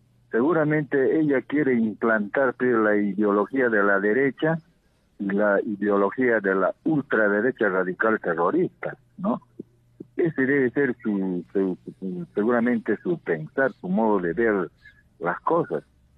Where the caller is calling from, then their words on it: Juliaca, Puno, Peru; de acá, de Juliaca, Los Puentes.